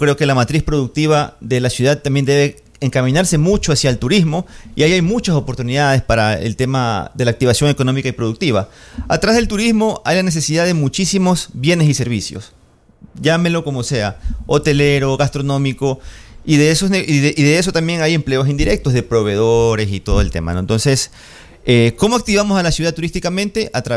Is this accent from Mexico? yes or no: no; Ecuador; yo soy de Ecuador